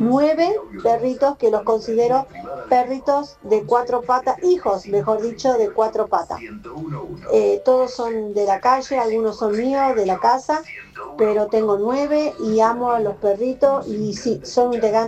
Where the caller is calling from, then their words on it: Catamarca, Argentina; soy de Catamarca